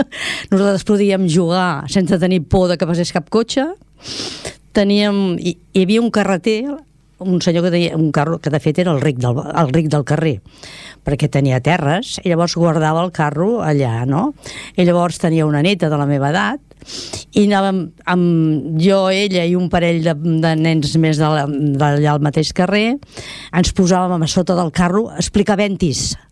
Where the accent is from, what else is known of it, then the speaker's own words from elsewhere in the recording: Barcelona, Catalonia, Spain; Doncs jo sóc filla del barri de Sants. Vaig néixer al carrer Miquel Àngel, de Normacini, un barri obrer, i bueno, en general tot el barri era un barri obrer, no?